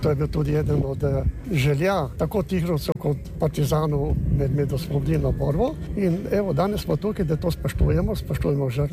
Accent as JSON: {"language": "Slovenian", "region": "Slovenian Littoral", "country": "Slovenia", "said": "za nas Primorce, za nas ponosne Primorce"}